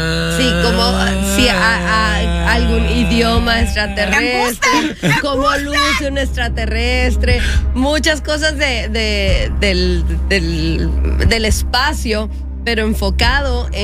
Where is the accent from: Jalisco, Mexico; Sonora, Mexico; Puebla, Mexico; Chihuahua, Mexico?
Chihuahua, Mexico; Yo soy de Chihuahua, Chihuahua, que es la capital del estado, entonces es una ciudad grande